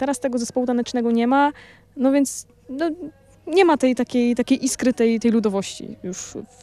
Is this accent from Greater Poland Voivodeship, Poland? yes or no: yes; Kościan, Greater Poland Voivodeship, Poland; born there; kiedyś u nas w Kościanie był zespół taneczny, taki ludowy. I ja poszłam do niego w wieku chyba 7 lat?